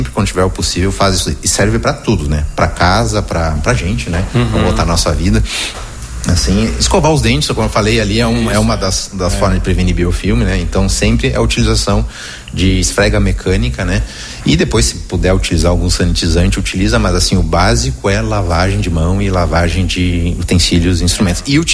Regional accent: Brazil; E eu também sou brasileiro

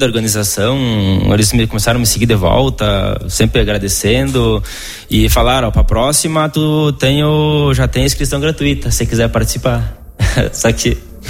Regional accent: Brazil; eu sou brasileiro também

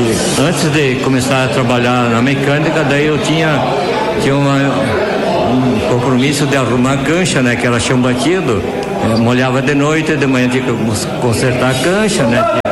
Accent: Vista Alegre do Prata, Rio Grande do Sul, Brazil; also born or lived in Chapecó; Eu sou natural de Vista Alegre do Prata.

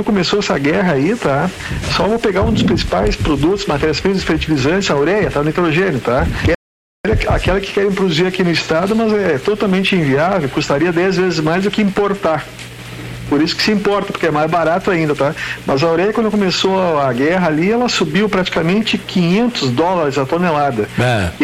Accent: Brazil; A gente é brasileiro

